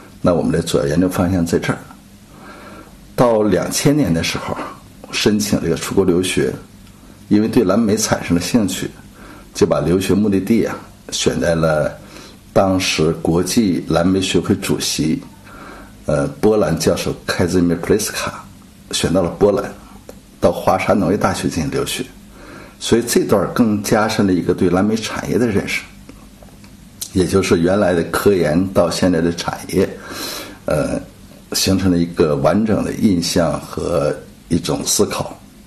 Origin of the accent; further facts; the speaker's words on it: Jingyu, Jilin, China; 我出生在吉林省靖宇县，是一个英雄县，当地是一个高寒山区